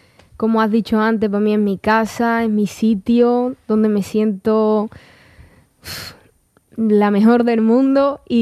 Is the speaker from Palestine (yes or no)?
no; Andalusia, Spain; lo que más se me ha quedado a mí de Andalucía y sobre todo de mi pueblo.